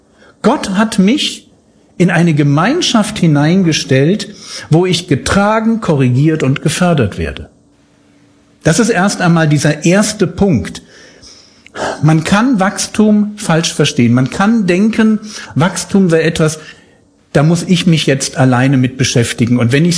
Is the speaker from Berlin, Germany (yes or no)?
yes; Berlin, Germany; bin ja aus Berlin und in Berlin haben wir vielleicht mehr Leute